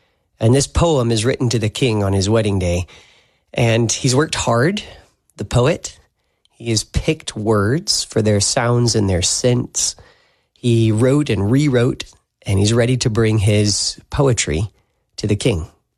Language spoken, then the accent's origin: English; United States; I much prefer being an American